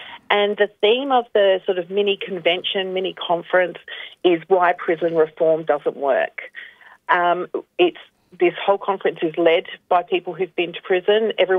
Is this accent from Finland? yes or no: no; South Australia, Australia; I was born and raised on Kaurna country, but my mother's country is in the southwestern areas, the one they call Victoria. But I wasn't raised by my mother, but I was raised here on Kaurna country.